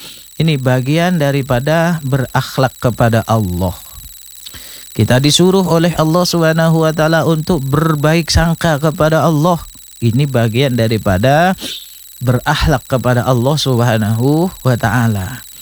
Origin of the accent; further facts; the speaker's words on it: East Java, Indonesia; mengajarkan adab memasak kita orang Madura